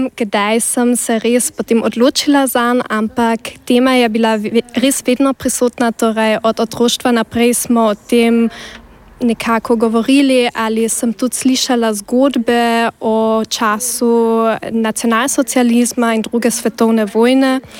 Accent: Carinthia, Austria

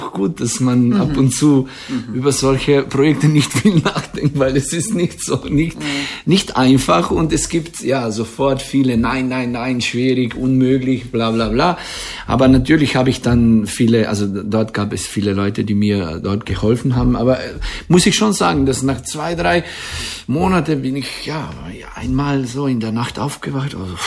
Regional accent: Radlje ob Dravi, Slovenia; German is a second language; moved away as an adult; also born or lived in Graz, Austria / Paris, France; ich komme aus Radlje, dann habe ich meine Mittelmusikschule in Maribor gemacht und dann mit 18 Jahren nach Graz gegangen. Habe ich in Graz studiert

